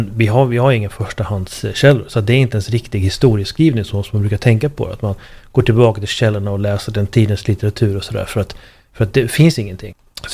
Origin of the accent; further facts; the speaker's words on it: Sweden; för jag är svensk